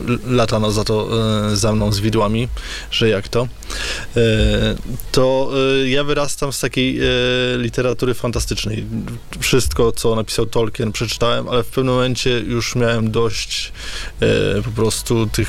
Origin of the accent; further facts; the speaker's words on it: Pomeranian Voivodeship, Poland; Tutaj rzeczywiście też te Kaszuby są w tle, no bo ja jestem Kaszubą, więc dla mnie to jest naturalne, że osadzam akcję po prostu w miejscach, które znam.